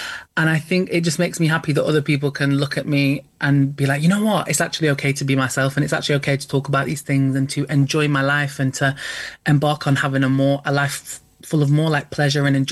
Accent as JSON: {"language": "English", "country": "United Kingdom", "said": "I think as British people in general, sex in itself is extremely taboo, and people don't want to talk about it."}